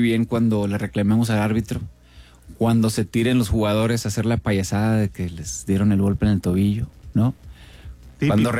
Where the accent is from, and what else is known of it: Monterrey, Nuevo León, Mexico; born or raised there